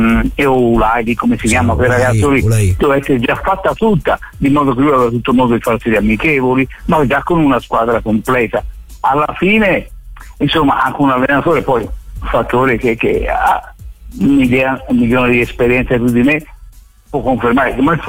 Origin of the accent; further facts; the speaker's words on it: Florence, Tuscany, Italy; also born or lived in Milan; now in Como, Italy; ma io sono fiorentino anche se...